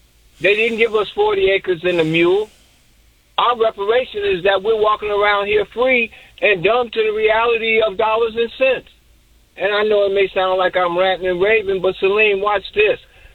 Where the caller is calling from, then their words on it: Jefferson City, Missouri, United States; I don't know my roots. I know I came from Jefferson City, Missouri. They say I'm a descendant of Africa.